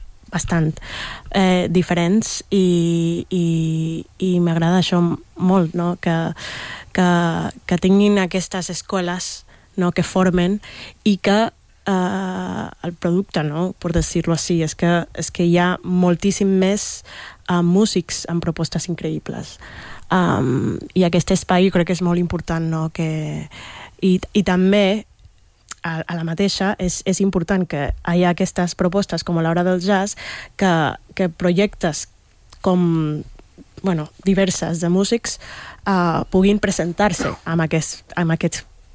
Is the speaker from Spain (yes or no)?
no; Panama; Les meves, bueno, jo soc de Panamà, sí. I en Panamà he sigut formada per el Danilo Pérez, que és un gran pianista panameño